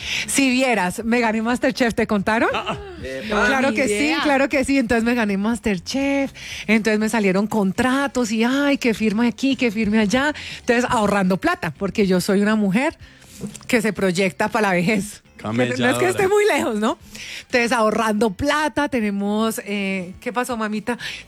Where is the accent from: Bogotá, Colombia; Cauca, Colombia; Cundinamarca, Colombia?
Cauca, Colombia; Popayán; also born or lived in Paris, France; Mira, yo crecí en Popayán, Cauca.